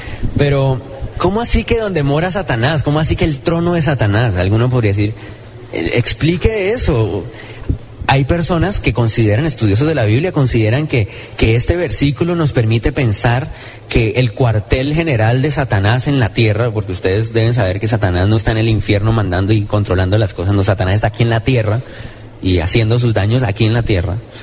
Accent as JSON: {"language": "Spanish", "country": "Guatemala", "tie": "born there", "said": "Yo nací en Guatemala y amo mi país también. Amo Colombia también, más también."}